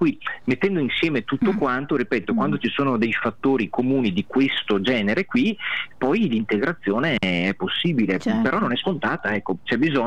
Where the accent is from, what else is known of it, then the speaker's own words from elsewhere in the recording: Veneto, Italy; accent: Venetian dialect; io parlo però in dialetto veneto